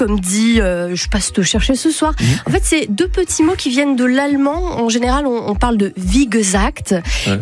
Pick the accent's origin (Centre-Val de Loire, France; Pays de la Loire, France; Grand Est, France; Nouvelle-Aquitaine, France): Grand Est, France; On est alsacien, Charlie, si on dit « comme dit ».